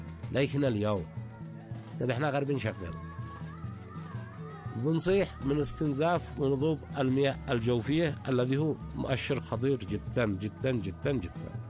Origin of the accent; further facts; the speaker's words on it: Sanaa, Amanat Al Asimah, Yemen; عندنا في صنعاء